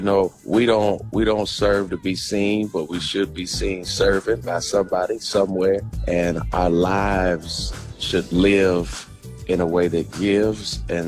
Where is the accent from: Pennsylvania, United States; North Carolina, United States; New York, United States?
North Carolina, United States; Charlotte; She drove to a studio where I was from Charlotte, and we jumped in the studio, and the rest is history.